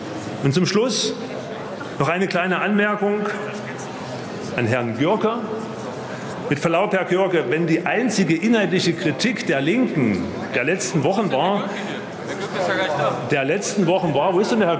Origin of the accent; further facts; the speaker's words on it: Leipzig, Saxony, Germany; als stolzer Leipziger